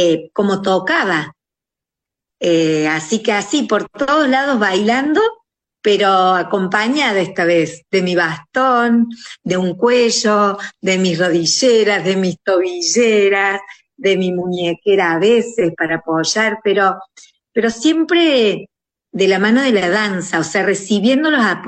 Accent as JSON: {"language": "Spanish", "region": "Córdoba", "country": "Argentina", "said": "yo soy de Córdoba, capital"}